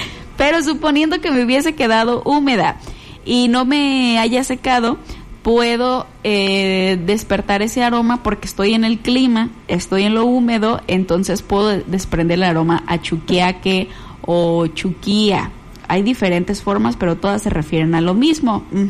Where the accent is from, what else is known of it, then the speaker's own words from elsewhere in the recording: Mexico; Acá nosotros somos mexicanos